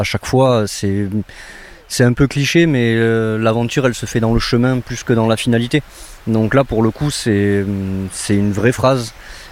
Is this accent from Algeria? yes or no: no; Pyrenees, France; Nous, on est des Pyrénées. On a des gens qui connaissent.